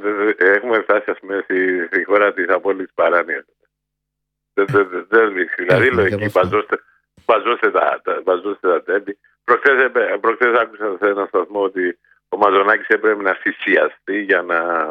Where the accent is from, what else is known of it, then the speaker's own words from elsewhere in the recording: Nikaia, Attica, Greece; born there; Εγώ γεννήθηκα στην Κογκινιά από εργάτε.